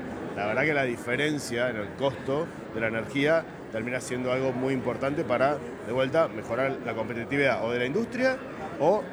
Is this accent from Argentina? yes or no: yes; Buenos Aires, Argentina